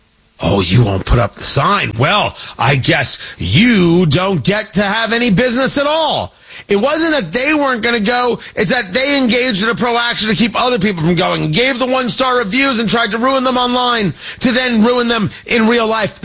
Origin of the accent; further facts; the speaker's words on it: New Jersey, United States; Talking to a friend of mine who I grew up with in Jersey about getting together this summer.